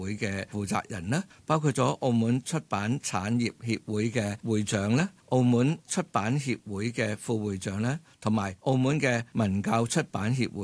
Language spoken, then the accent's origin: Cantonese; Hong Kong; now in Macau; 我是在香港长大的，现在就刚刚在澳门大学图书馆那边退了休了。